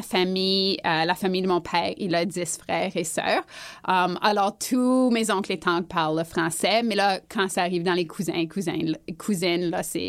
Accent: Manitoba, Canada; accent: Manitoban; comme au Manitoba, j'ai un accent manitobain.

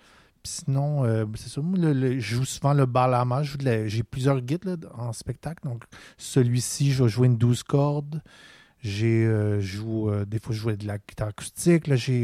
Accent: Turkey; Ouais, c'est ça. Je suis turc. Donc, je l'ai acheté au bazar en Turquie

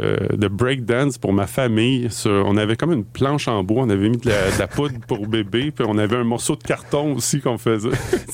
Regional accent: Boucherville, Quebec, Canada; now in Montreal, Canada; j'ai grandi à Boucherville, en fait. C'est juste sur la rive sud de Montréal. Puis j'ai habité Boucherville jusqu'à... en fait, je suis parti en France 1 an pour la natation quand j'ai fini mon cégep. Puis après ça, je suis revenu à Montréal.

